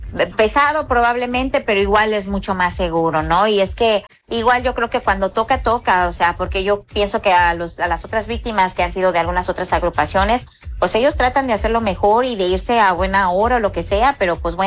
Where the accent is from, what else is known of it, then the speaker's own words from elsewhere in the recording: Mexico; nosotros como mexicanos